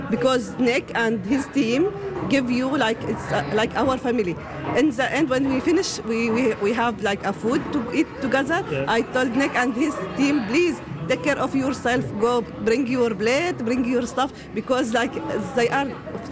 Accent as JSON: {"language": "English", "town": "Homs", "region": "Homs Governorate", "country": "Syria", "second_language": "English", "moved": "yes", "lives_now": "St. John's, Canada", "said": "هلا نحن بنيوفنلاند, St. John's. I am from Syria, from Homs."}